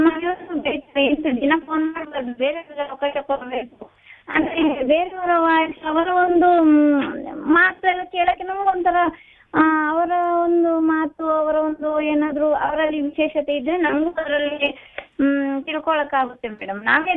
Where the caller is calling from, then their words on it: Madikeri, Karnataka, India; ಮಾತಾಡ್ತಾ ಇದ್ದೀನಿ ಮೇಡಮ್, ಮಡಿಕೇರಿಯಿಂದ.